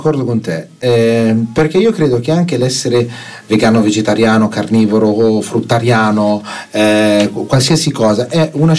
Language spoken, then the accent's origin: Italian; Apulia, Italy; io solo vengo dalla Puglia